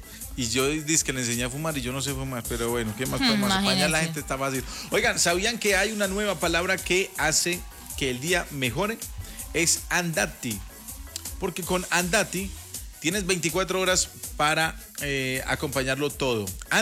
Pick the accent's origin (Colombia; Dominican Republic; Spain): Colombia; Yo de Colombia, yo soy de Colombia. Parce, yo soy de Colombia.